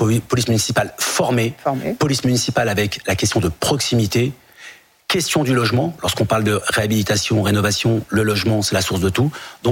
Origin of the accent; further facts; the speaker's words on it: France; je suis pas du tout issu de l'immigration. Ce sont nos parents, nous on est français, bien français et fiers d'être français.